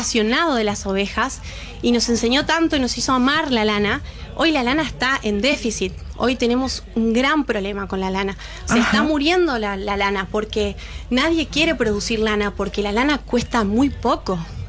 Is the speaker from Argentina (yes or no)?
yes; Corrientes, Argentina; Además del escudo, nosotros somos correntinos y somos hijos de María de Itatí, que es una basílica